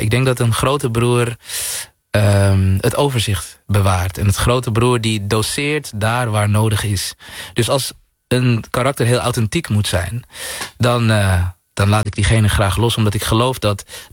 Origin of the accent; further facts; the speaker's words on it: Zaandam, North Holland, Netherlands; de plek waar ik vandaan kom, Zaandam, en de omgeving waar ik heb gewoond, heb je jongens van de straat